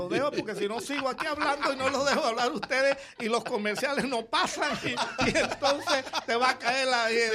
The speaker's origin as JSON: {"language": "Spanish", "country": "Panama"}